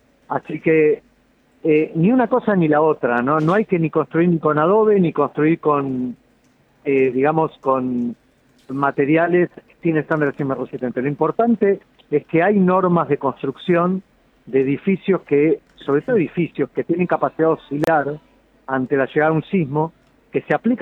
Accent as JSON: {"language": "Spanish", "country": "Argentina"}